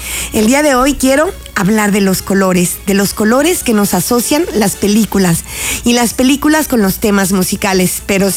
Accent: Mexico

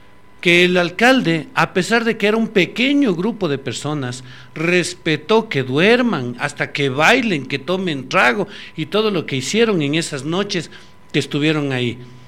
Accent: Riobamba, Chimborazo, Ecuador; Nosotros que somos de aquí de Riobamba, nosotros que vivimos en Riobamba

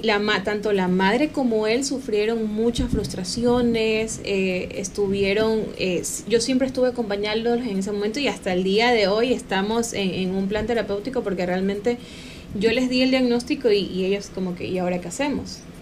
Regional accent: Guayaquil, Guayas, Ecuador; accent: guayaco; Yo estudié en Guayaquil, viví casi toda mi vida en Guayaquil.

